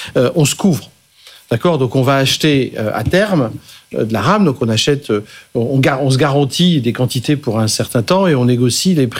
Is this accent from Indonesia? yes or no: yes; Indonesia; ceux qui peuvent pas acheter des téléphones en Indonésie ou dans d'autres pays, je suis de l'Indonésie.